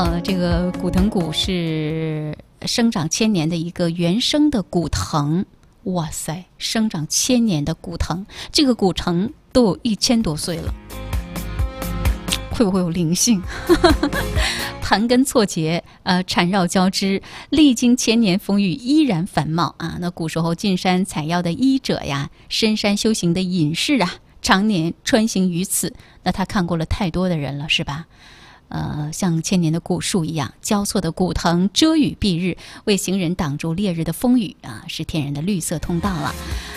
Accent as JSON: {"language": "Chinese", "region": "Northeast China", "country": "China", "said": "我们东北这边呢，口味稍微偏咸"}